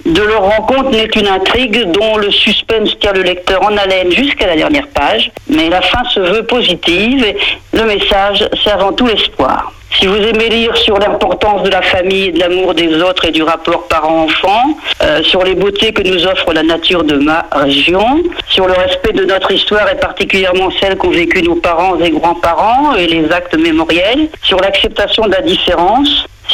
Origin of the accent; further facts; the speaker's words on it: Pont-d'Ouilly, Normandy, France; born there; Je suis née à Pont-d'Ouilly, jolie bourgade de la Suisse normande, ma région, que j'affectionne énormément.